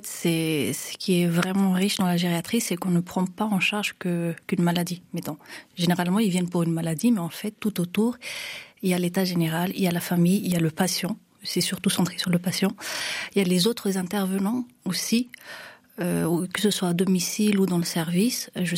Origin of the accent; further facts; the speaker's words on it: Madagascar; moved away as an adult; now in France; j'ai été médecin dans mon pays d'origine, le Madagascar. Ensuite, je suis venue en France en 2023.